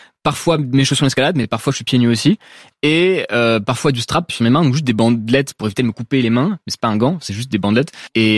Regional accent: Paris, Île-de-France, France; Alors, j'ai grandi à Paris, donc du coup, bon, j'ai grandi autour des gratte-ciel, avec pour source d'inspiration ce que je voyais devant moi, donc les bâtiments haussmanniens, les grands gratte-ciel du 13e arrondissement.

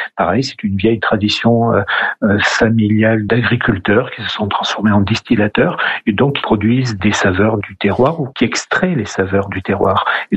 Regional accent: Saint-Léon-sur-Vézère, Nouvelle-Aquitaine, France; Saint-Léon-sur-Vézère, qui est un des plus beaux villages de France et qui est mon village natal.

